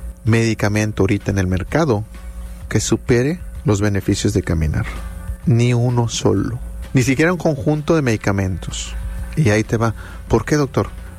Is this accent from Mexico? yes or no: yes; Mexico City, Mexico; moved away; yo soy de la Ciudad de México, allá el tráfico está un poquito más pesado.